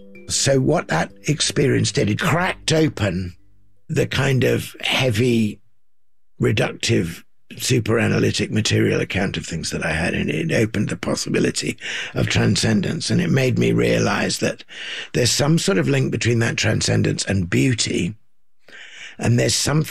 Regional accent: Ibadan, Oyo, Nigeria; born there; Well, yes, I was born in Nigeria, in the town of Ibadan

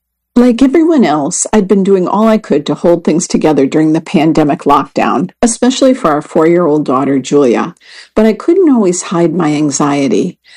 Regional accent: Purvis, Mississippi, United States; I grew up in Purvis, Mississippi, on 20 acres near my mom's parents, Nanny and Papa.

